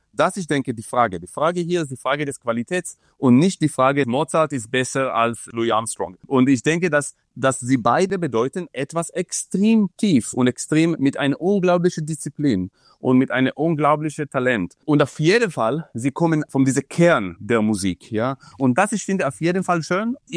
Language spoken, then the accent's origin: German; Dresden, Saxony, Germany; German is a second language; Und das ist ein bisschen meine kleine Contribution, weil ich als Dresdner, sagen wir so.